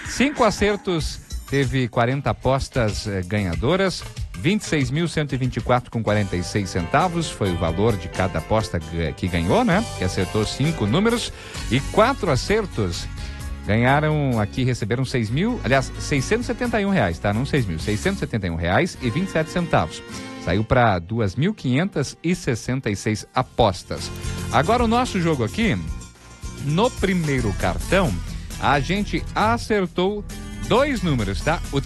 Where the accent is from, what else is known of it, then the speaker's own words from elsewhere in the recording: Brazil; Mas a gente é brasileiro, né? Somos brasileiros